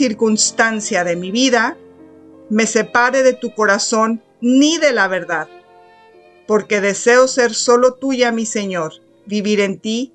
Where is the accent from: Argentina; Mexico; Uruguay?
Mexico; Incluso yo que soy mexicana me simbra el corazón